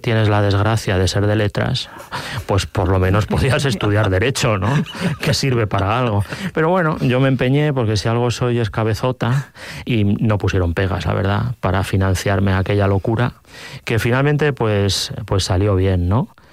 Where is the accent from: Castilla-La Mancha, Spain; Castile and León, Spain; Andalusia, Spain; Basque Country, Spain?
Castilla-La Mancha, Spain; moved away as an adult; also born or lived in Madrid; A mí me habría tocado seguramente estudiar en Ciudad Real.